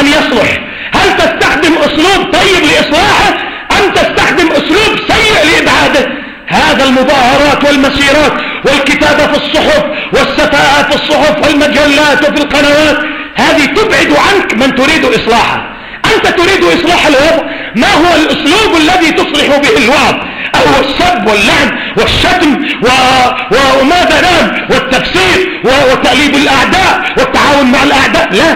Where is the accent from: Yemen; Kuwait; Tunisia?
Yemen; الدولة عندنا في اليمن